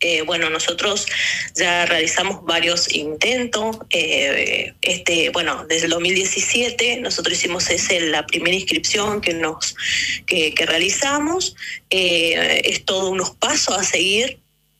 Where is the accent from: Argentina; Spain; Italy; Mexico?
Argentina; Formosa; born there; now in Río Grande, Argentina; Porque ambos nacimos en la provincia de Formosa